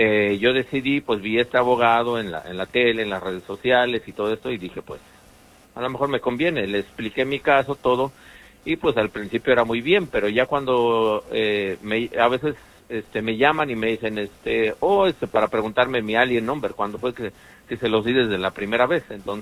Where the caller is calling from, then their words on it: California, United States; yo vivo en California